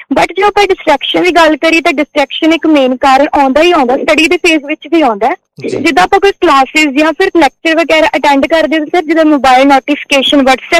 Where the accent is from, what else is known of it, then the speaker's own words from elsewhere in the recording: Punjab, India; born there; also born or lived in Bathinda; ਮੈਂ ਆਪਣੇ primary school ਪਿੰਡ ਜੋਗਾਨੰਦ ਵਿੱਚੋਂ ਆਪਣੀ 5ਵੀਂ ਕਲਾਸ ਤੱਕ ਪੜ੍ਹਾਈ ਪੂਰੀ ਕੀਤੀ